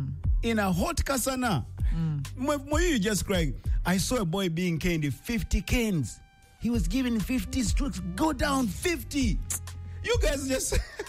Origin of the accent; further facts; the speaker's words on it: Kampala, Central Region, Uganda; also born or lived in Masaka; Because me, when I was growing up, I was studying from Kampala here. So my mom took me to Masaka.